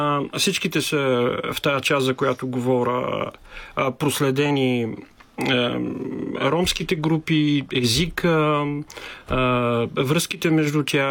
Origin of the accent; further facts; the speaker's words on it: Sofia, Sofia City, Bulgaria; аз съм от София, съм от квартал Факултета